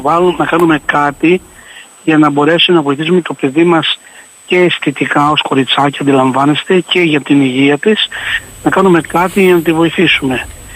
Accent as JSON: {"language": "Greek", "town": "Katouna", "region": "Western Greece", "country": "Greece", "tie": "born there", "moved": "yes", "lives_now": "Thessaloniki, Greece", "said": "να ακουστώ και στην πατρίδα μου, την Λοκαρνανία."}